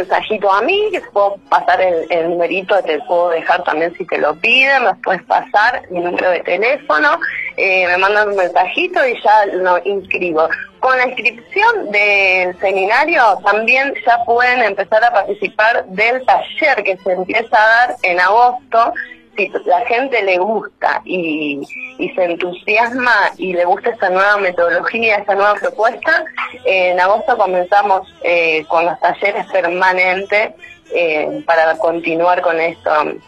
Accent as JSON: {"language": "Spanish", "country": "Argentina", "said": "es nuestra historia como argentinos también."}